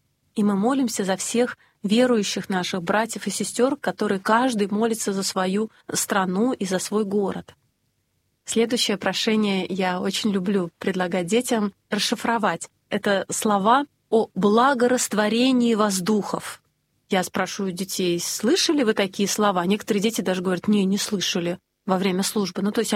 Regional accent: Saint Petersburg, Russia; мы, петербуржцы

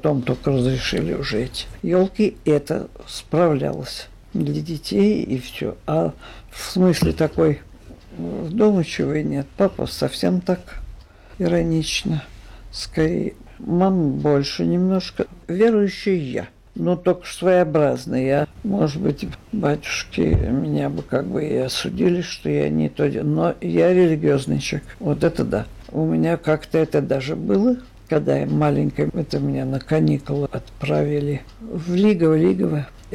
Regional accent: Saint Petersburg, Russia; born there; Я родилась-то, это очень интересно, потому что я родилась на Загородном, 34.

